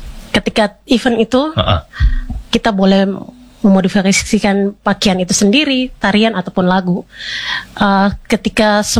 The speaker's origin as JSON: {"language": "Indonesian", "region": "Papua", "country": "Indonesia", "said": "kita punya pakaian, kita punya musik, atau cara kita berbicara, respect sama orang, itu adalah budaya kita Papua."}